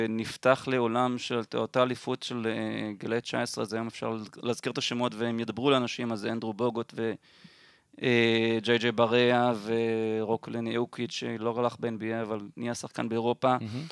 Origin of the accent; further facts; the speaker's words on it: Holon, Tel Aviv District, Israel; also born or lived in Ra'anana; אני בן 40, גדלתי בחולון, אחר כך רעננה, תל אביב.